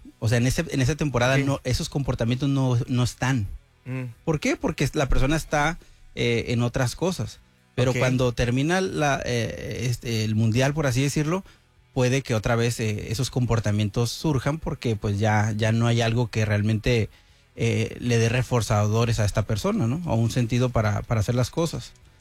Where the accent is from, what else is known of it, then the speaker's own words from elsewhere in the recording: Mexico; para nosotros como mexicanos